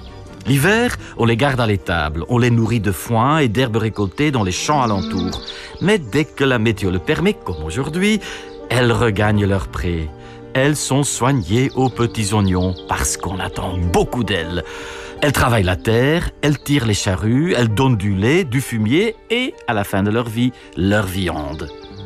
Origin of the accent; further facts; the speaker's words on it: Flanders, Belgium; dans la campagne, de Kempen, comme on dit nous, là d'où je viens, la région à l'est d'Anvers